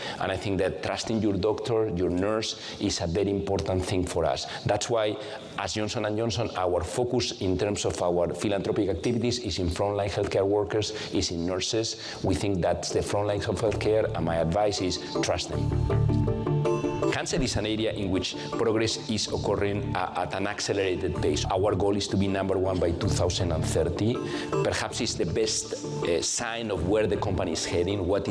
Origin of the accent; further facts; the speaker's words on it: Valencia, Valencian Community, Spain; moved away as an adult; now in United States; I spent a lot of my childhood in Valencia, my hometown, in my grandmother's pharmacy.